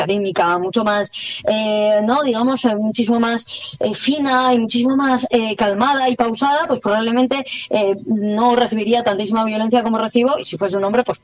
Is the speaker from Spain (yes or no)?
yes; Basque Country, Spain; yo soy una mujer, soy vasca, soy feminista, soy transfeminista, soy atea, radicalmente atea